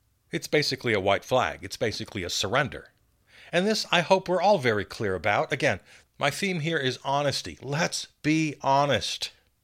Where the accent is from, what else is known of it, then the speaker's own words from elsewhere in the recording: United States; born there; because I was born in America, and that's tantamount to treason if I root for the other side.